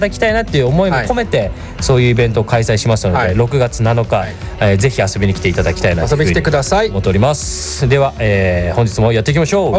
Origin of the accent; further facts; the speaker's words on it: Chigasaki, Kanagawa, Japan; 僕ら兄弟というか、茅ヶ崎出身のプロサーファーで、その要は茅ヶ崎とサーフカルチャー、なぜこんなに近いのかとか